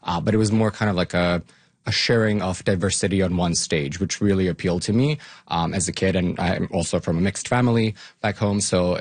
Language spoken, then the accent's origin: English; Bosnia & Herzegovina; moved away; So I grew up, I was born and raised in Bosnia, Herzegovina, and it's a formerly war-torn country.